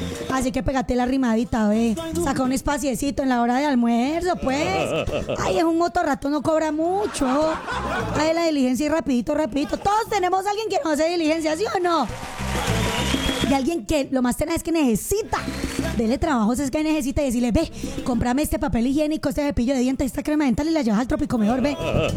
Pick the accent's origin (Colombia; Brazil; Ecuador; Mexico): Colombia; Cali, Valle del Cauca; Yo sé que como buenos colombianos, como buenos caleños, dejamos todo para última hora.